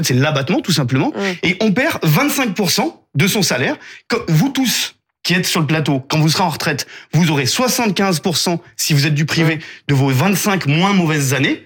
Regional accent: Auvergne-Rhône-Alpes, France; moi, je viens de Haute-Loire.

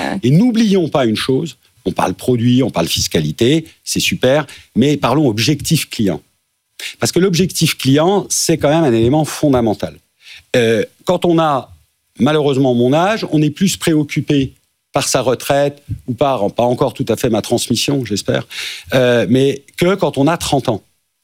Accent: Nantes, Pays de la Loire, France; Moi, nous, on vient de Nantes.

